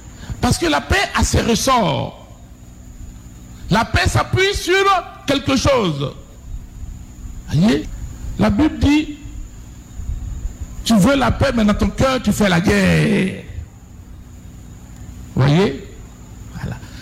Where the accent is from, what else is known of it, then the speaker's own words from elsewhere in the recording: Côte d’Ivoire; Chez nous en Côte d'Ivoire